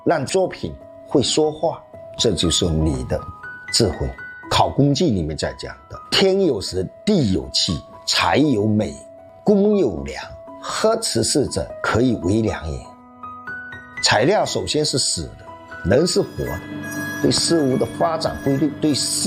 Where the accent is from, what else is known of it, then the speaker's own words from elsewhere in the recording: Fujian, China; 我家旁边又是闽江口，我从小就在水里面嬉戏长大